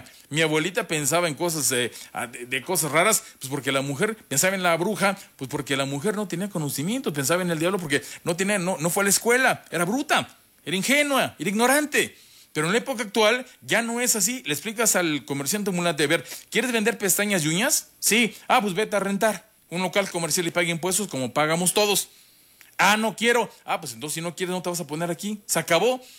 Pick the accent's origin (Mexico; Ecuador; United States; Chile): Mexico